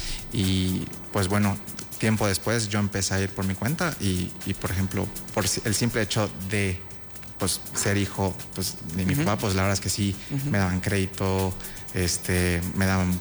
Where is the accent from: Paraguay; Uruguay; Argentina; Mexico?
Mexico; moved away; soy de Xuscap